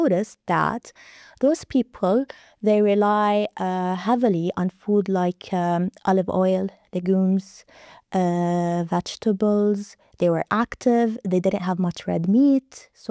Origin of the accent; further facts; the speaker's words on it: Lebanon; We are proudly Mediterraneans as Lebanese, okay?